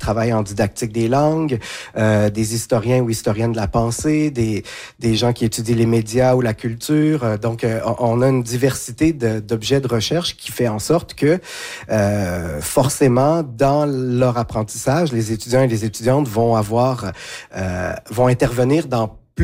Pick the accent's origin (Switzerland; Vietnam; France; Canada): Canada; Quebec; now in Victoria, Canada; moi, je viens du Québec.